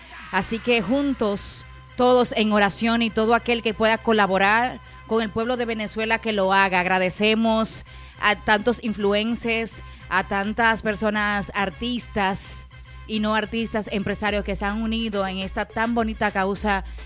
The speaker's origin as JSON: {"language": "Spanish", "country": "Dominican Republic", "said": "somos dominicanos y nosotros somos muy creyentes en Dios, nosotros somos un pueblo lleno de fe. Desde aquí, desde Mao, provincia de Valverde"}